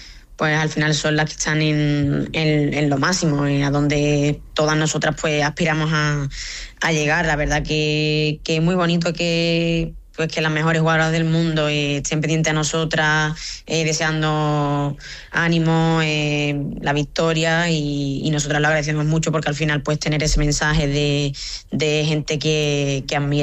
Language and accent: Spanish; Rota, Andalusia, Spain; moved away; Rota, mi pueblo, siempre me he sentido muy, muy querida y pues a ver qué te digo, es el sitio donde he nacido, donde me he criado, donde pues he ido creciendo tanto futbolísticamente como personalmente